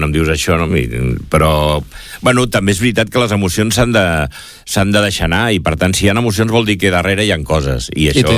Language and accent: Catalan; Montcada, Catalonia, Spain; also born or lived in Lleida; ja no sóc només de Montcada, sinó que ara sóc de Montcada i també he estat de Lleida